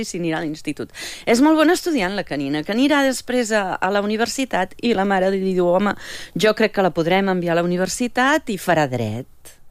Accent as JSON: {"language": "Catalan", "town": "Figueres", "region": "Catalonia", "country": "Spain", "tie": "born or raised there", "said": "jo sóc de províncies, vinc de Figueres."}